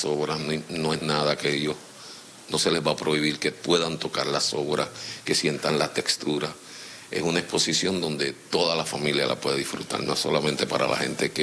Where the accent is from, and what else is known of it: Puerto Rico